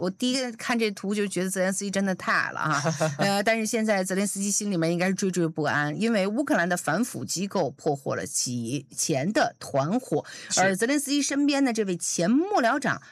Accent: New Zealand

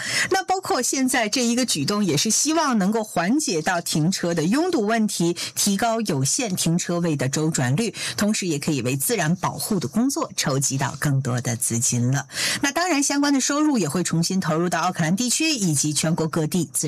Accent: northern China, China; now in New Zealand; 像我的家乡是北方

